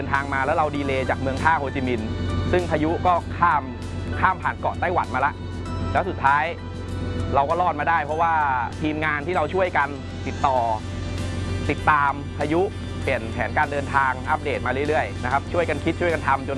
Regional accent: Phitsanulok, Thailand; พื้นเพผมเนี่ยเป็นคนจังหวัดพิษณุโลกจบการศึกษามัธยมจากโรงเรียนพิษณุโลกคม

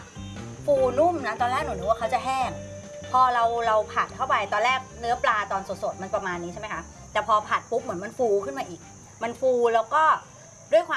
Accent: Southern Thailand, Thailand; ไม่ได้เราเป็นคนใต้

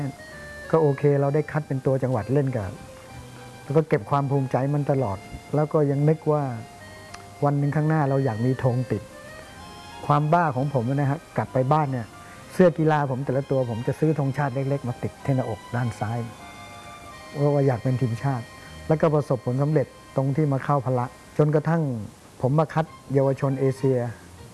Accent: Phitsanulok, Thailand; พอผมเรียนประถมที่จังหวัดพิษณุโลกนะผมเป็นคนพิษณุโลกก็ได้ฝึกฝนจากพ่อบุญธรรมเยอะเด็กบ้านนอกนะครับ

